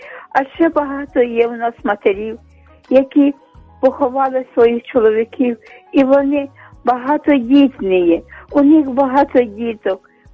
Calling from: Kyiv, Ukraine; я з Оболоні, з Києва.

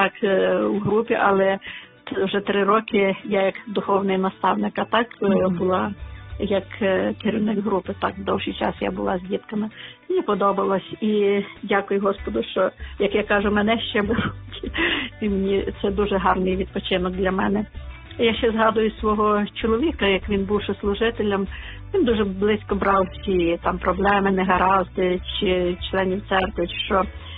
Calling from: Bilivtsi, Chernivtsi Oblast, Ukraine

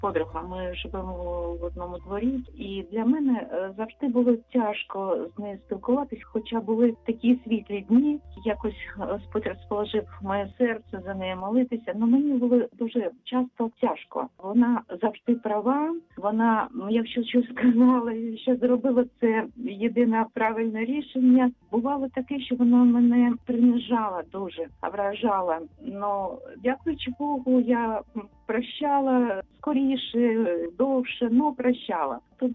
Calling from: Kharkiv, Kharkiv Oblast, Ukraine; я з Харкова.

